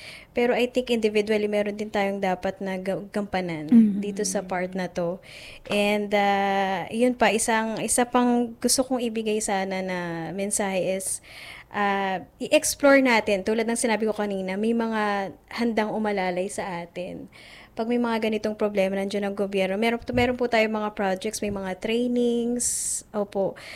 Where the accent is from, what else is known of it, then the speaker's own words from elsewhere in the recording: Bulacan, Central Luzon, Philippines; ako po ay from Bulacan.